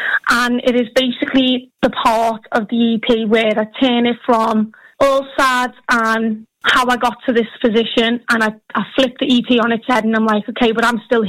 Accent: Liverpool, North West England, United Kingdom; I'm 25, I'm from Liverpool

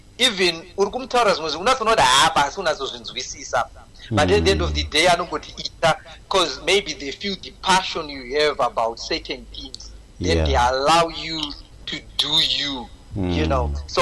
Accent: Harare, Zimbabwe; also born or lived in Norton, Zimbabwe; I was born in Norton, a small suburb just away from Harare called Norton. That's where I was born.

